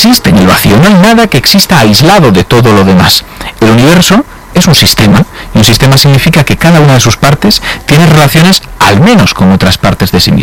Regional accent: Galicia, Spain; Yo es que soy gallego, ¿eh?

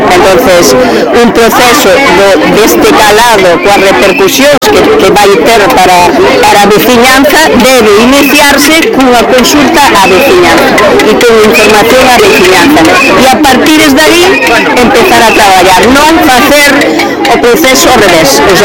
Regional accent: Galicia, Spain; como galego, como digo que nos debo, o sea, daño dulce, yo soy galego.

